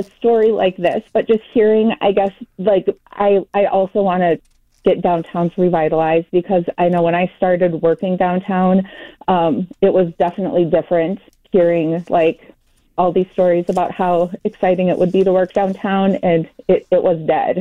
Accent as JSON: {"language": "English", "town": "Rochester", "region": "Minnesota", "country": "United States", "tie": "born or raised there", "said": "And from me, I grew up in Rochester. I put myself through college. I grew up in a poor family."}